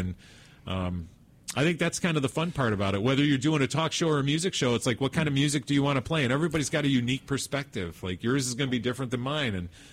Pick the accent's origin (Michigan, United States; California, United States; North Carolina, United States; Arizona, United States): Michigan, United States; Paw Paw; I grew up in Pawpaw.